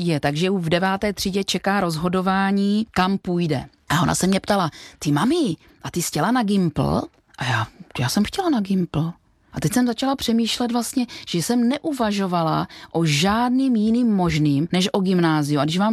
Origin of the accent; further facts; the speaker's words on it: Znojmo, South Moravian Region, Czechia; A já miluju přírodu, vodu, protože své dětství jsem strávila na Vranovské přehradě u Znojma, kde rodiče mé mámy měli chatu, nejkrásnější období mýho života.